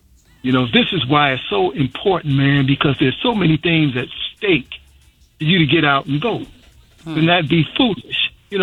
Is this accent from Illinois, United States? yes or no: yes; Chicago, Illinois, United States; I grew up in Chicago.